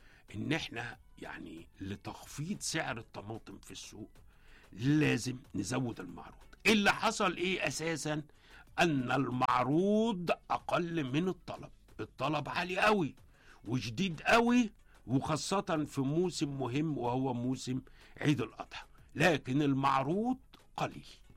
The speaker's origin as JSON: {"language": "Arabic", "country": "Egypt", "said": "احنا دي عادتنا كمصريين"}